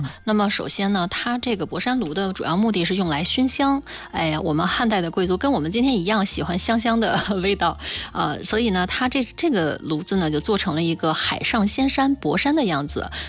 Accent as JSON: {"language": "Chinese", "country": "China", "said": "玉很是我们中国人喜欢的这种有吉祥寓意的石头，"}